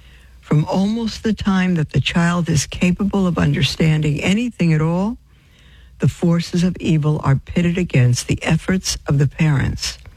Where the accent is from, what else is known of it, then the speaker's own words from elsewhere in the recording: New York City, New York, United States; when I was growing up in Brooklyn in my Jewish home